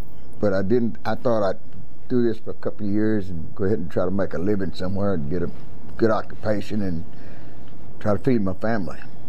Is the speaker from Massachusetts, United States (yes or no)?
no; Blanco, Texas, United States; being raised in Blanco, Texas, back off in the woods right there